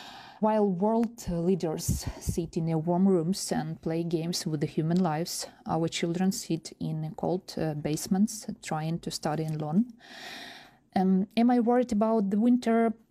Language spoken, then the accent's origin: English; Kharkiv, Kharkiv Oblast, Ukraine; now in Poltava, Ukraine; I'm from Kharkiv, but now together with my son, we live in Poltava, not far from my hometown.